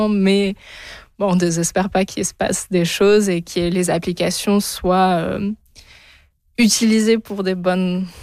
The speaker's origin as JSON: {"language": "French", "country": "France", "first_language": "French", "moved": "as an adult", "lives_now": "Vancouver, Canada", "said": "Je rentre en France, à Bordeaux"}